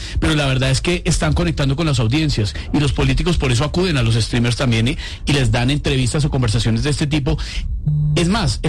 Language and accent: Spanish; Bogotá, Colombia; accent: rolo; que se me salía mucho dos dejes, de dos cositas que uno habla mucho como rolo.